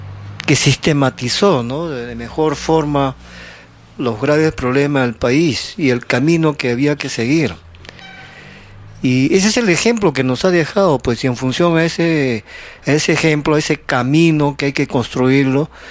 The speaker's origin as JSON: {"language": "Spanish", "country": "Peru"}